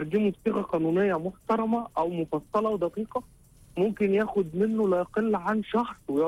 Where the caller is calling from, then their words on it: United Arab Emirates; ايوه من الامارات.